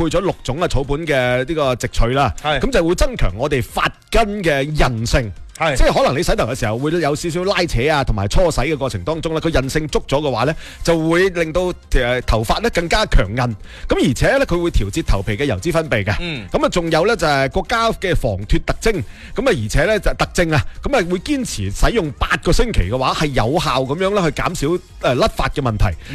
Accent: Guangdong, China; 佢系好啱我哋广府人用嘅一种沐浴露同埋呢个洗头水。

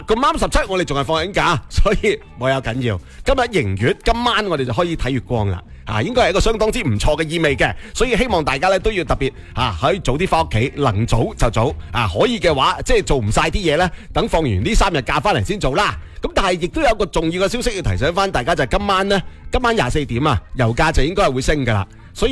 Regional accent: Guangdong, China; 我哋广东人

